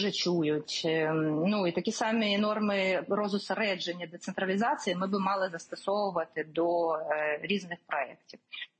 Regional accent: Kyiv, Ukraine; я як архітектор, як киянка, як українка, я просто чую просто про перекладання відповідальності

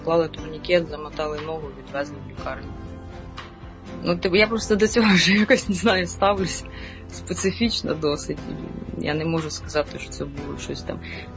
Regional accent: Dnipro, Dnipropetrovsk Oblast, Ukraine; Я сама з Дніпра.

